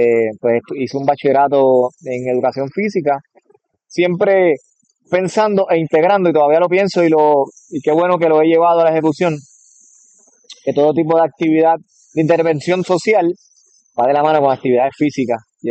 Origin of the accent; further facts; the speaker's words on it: Toa Alta, Puerto Rico; Creo que se me olvidó decir que soy de Toa Alta.